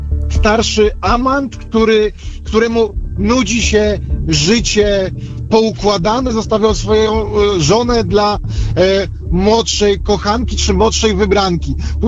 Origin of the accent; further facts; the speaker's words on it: Warsaw, Masovian Voivodeship, Poland; Ja jako warszawiak powiem coś bardzo niepopularnego.